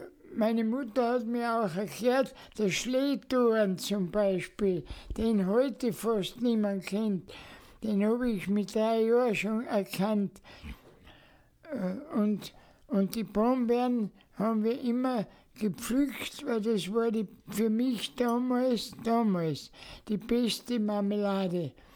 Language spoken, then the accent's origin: German; Innsbruck, Tyrol, Austria; Ich bin auch in Innsbruck direkt am Waldrand aufgewachsen